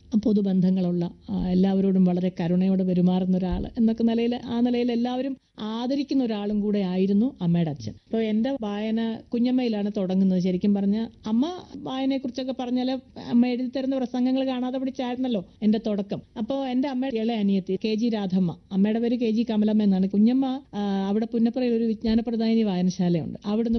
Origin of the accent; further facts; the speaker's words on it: Pallana, Kerala, India; ഞാൻ ജനിച്ചു വളർന്ന സ്ഥലം എന്ന് പറയുന്നത് ആലപ്പുഴ ജില്ലയില് കാർത്തിയപ്പള്ളി താലൂക്ക് തൃക്കുന്നപ്പുഴ പഞ്ചായത്തില് പല്ലന പാനൂർ.